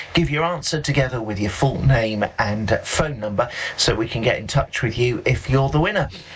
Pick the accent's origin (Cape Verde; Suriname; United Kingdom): United Kingdom; England; born there; I was born in England